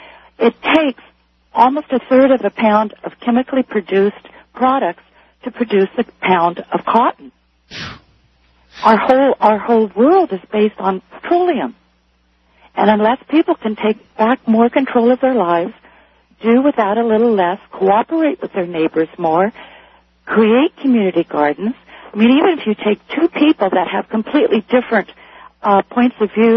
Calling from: Del Mar, California, United States; from Del Mar, California.

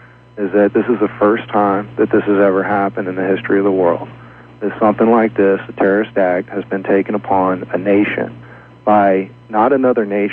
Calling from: Texas, United States; I'm from Texas

